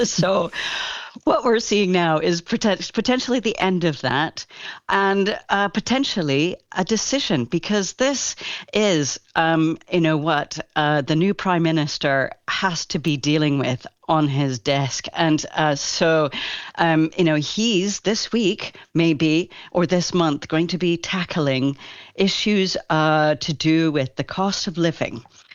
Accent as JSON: {"language": "English", "town": "Kelowna", "region": "British Columbia", "country": "Canada", "said": "And I mean, I'm from Kelowna. I just spoke to my mom in Canada"}